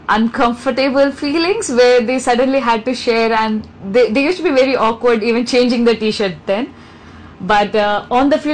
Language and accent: English; Mumbai, Maharashtra, India; So I came from Mumbai.